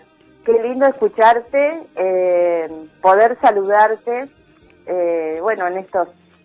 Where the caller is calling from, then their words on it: La Plata, Buenos Aires Province, Argentina; De la ciudad de La Plata